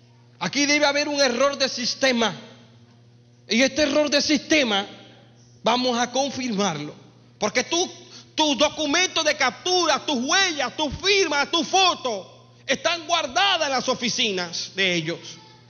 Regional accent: Colombia; Me llevan a un lugar en mi país que se llama Caimito Sucre.

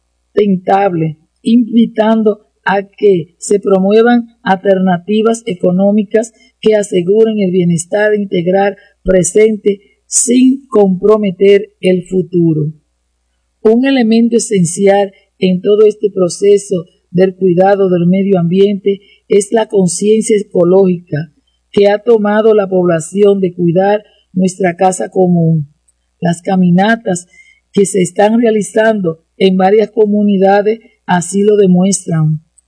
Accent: Dominican Republic; también como dominicanos celebramos el 31 de mayo, el Día de las Madres.

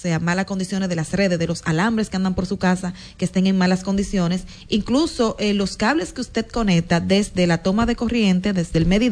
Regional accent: Dominican Republic

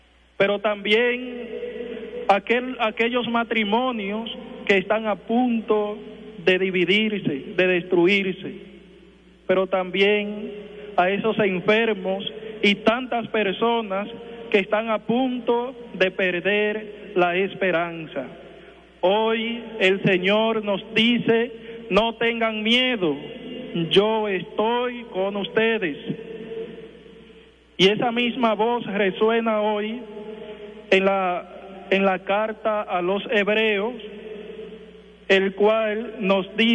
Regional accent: Dominican Republic; como dominicanos que somos

